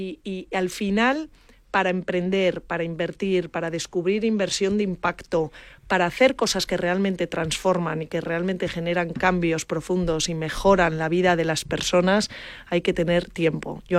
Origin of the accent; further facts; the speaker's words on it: Asturias, Spain; yo soy asturiana